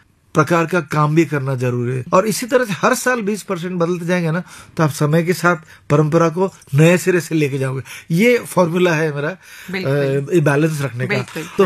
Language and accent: Hindi; Maharashtra, India; और मैं खास करके महाराष्ट्र में बड़ा हुआ पला हुआ, तो वहां पर मुझे अभंग में काफी रुचि रही है